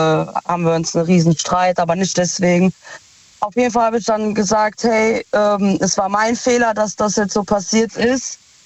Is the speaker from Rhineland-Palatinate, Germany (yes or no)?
yes; Ludwigshafen, Rhineland-Palatinate, Germany; Aus Lu, also aus Ludwigshafen.